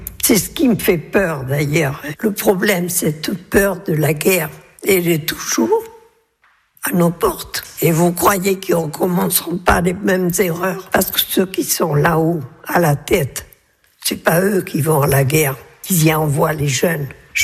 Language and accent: French; Saint-André-de-Cubzac, Nouvelle-Aquitaine, France; born there; now in Saint-Médard-de-Guizière, France; je suis née en Gironde, je suis une pure Girondine et j'ai 106 ans.